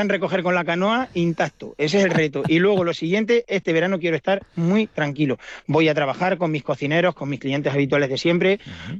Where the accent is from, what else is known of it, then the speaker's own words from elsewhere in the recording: Puente del Arzobispo, Castilla-La Mancha, Spain; Y ahí sí que entra todo mi pueblo. Yo soy nacido y criado en Puente del Arzobispo, no me quería mover de ahí.